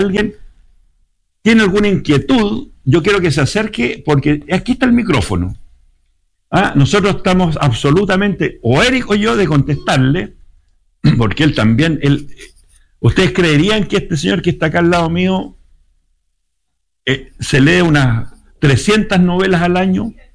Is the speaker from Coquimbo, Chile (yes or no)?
yes; Vicuña, Coquimbo, Chile; also born or lived in La Serena; Yo era interno en ese colegio porque yo soy de Vicuña, de Elqui, al interior de La Serena.